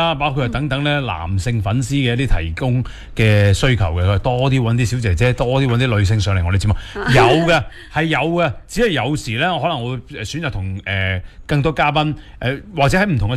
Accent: Guangdong, China; first language Cantonese; 尤其我哋广东人啦，同埋我哋讲开粤语长大噶嘛

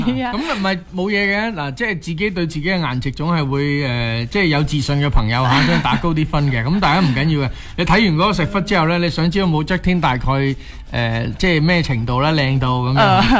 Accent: Foshan, Guangdong, China

